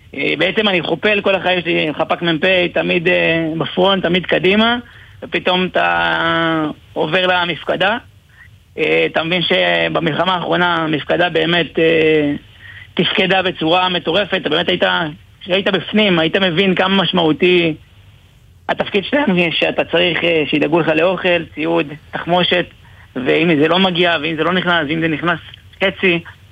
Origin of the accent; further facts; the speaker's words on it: Lod, Central District, Israel; אז ככה, התחלתי בנחל. גדלתי בלוד.